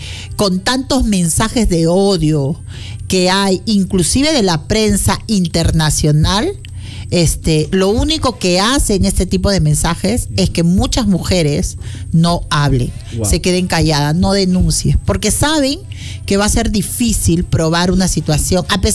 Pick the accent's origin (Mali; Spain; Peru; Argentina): Peru